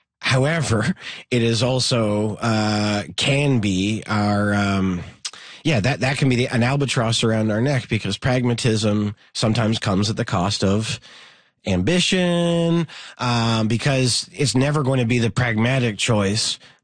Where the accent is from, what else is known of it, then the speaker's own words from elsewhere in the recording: Montreal, Quebec, Canada; I have lived here my entire life. I grew up Anglo boy in Montreal in the 90s.